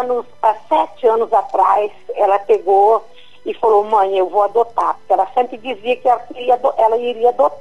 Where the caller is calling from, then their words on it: Santa Bárbara d'Oeste, São Paulo, Brazil; Eu falo de Santa Bárbara do Oeste, estado de São Paulo.